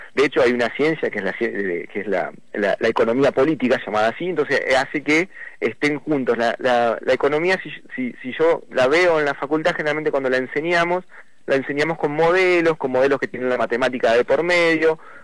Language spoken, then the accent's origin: Spanish; Rafaela, Santa Fe, Argentina; como rafaelinos y como argentinos